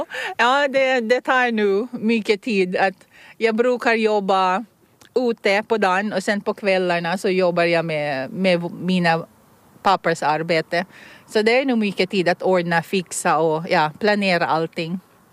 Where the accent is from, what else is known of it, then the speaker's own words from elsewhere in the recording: Philippines; first language Tagalog; Swedish is a second language; Lollo betyder morfar eller farfar i mitt språk som är Tagalog. Jag kommer från Filippinerna.